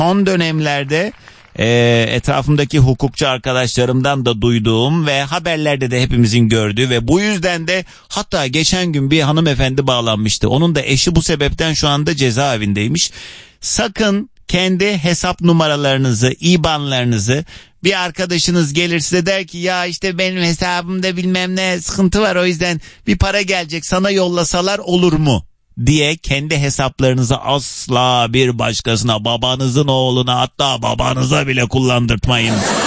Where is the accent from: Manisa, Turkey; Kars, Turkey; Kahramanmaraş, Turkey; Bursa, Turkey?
Kars, Turkey; Kars'ın neyi var canım memleketim?